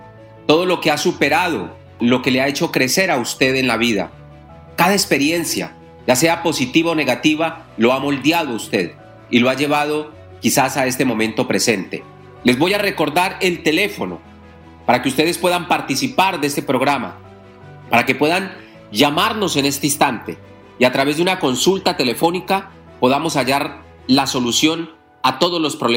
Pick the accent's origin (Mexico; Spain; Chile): Mexico; Catemaco, Veracruz; moved away; Los que conocen mi tierra, los que saben dónde queda Catemaco